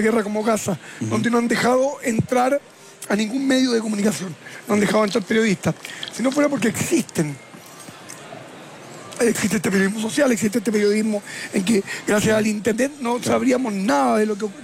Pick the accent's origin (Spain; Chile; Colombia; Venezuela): Chile; desde África, América del Sur, uno les dice, soy chileno, es lo mismo para ellos que un argentino